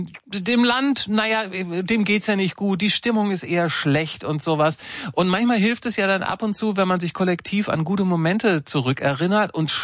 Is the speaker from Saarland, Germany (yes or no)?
no; Lower Saxony, Germany; born there; Ich bin in Niedersachsen geboren worden, Ende der 60er Jahre.